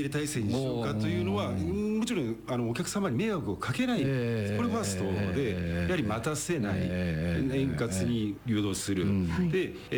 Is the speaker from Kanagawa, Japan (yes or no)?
yes; Kawasaki, Kanagawa, Japan; moved away as an adult; now in Gunma, Japan; 私はもともと出身は、神奈川県の川崎市で生まれて育ちました